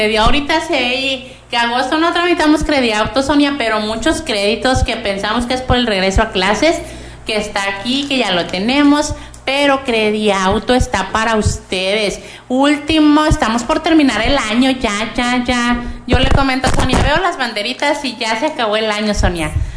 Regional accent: Mexico; hay muchas personas que andamos como buen mexicano en la compra de último momento.

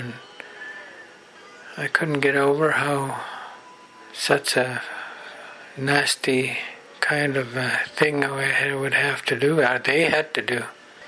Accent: Williams Lake, British Columbia, Canada; I am from the Williams Lake Indian Band, situated 10 kilometers east of Williams Lake in central British Columbia. We are a Shuswap tribe of the Shuswap Nation, Sihuapmuk.

